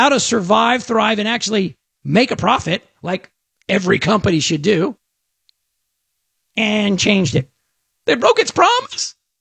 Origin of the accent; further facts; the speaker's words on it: Texas, United States; I'm an American. I am a Texan.